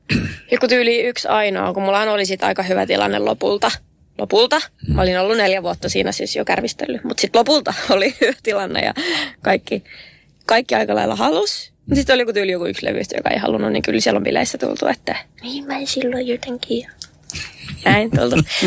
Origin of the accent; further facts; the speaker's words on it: Ylöjärvi, Pirkanmaa, Finland; mä oon tämmönen ylöjärveläinen